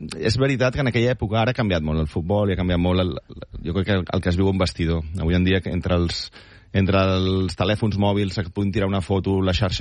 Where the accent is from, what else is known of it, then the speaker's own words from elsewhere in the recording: Granollers, Catalonia, Spain; sóc de Granollers